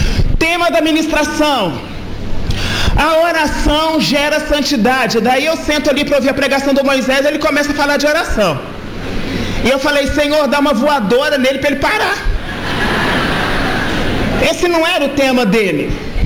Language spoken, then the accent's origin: Portuguese; Belo Horizonte, Minas Gerais, Brazil; Sou da cidade de Belo Horizonte